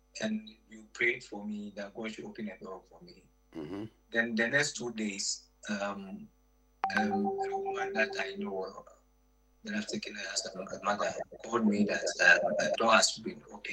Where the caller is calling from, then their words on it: Kumasi, Ashanti, Ghana; I'm calling from Kumasi.